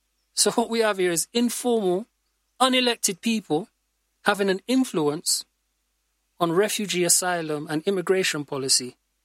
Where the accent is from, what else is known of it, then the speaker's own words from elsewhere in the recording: United Kingdom; as African British people.